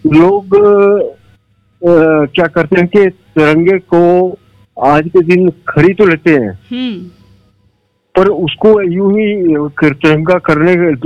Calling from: Dharamshala, Himachal Pradesh, India; धर्मशाला से बोल रहा हूँ

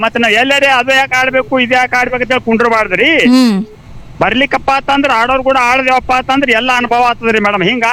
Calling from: Vijayapura, Karnataka, India

